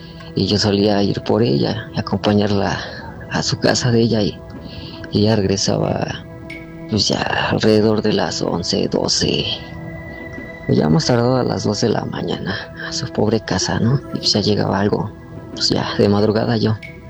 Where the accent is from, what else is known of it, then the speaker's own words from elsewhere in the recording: Toluca, State of Mexico, Mexico; Soy de Toluca y no daré muchos detalles donde ocurrió esto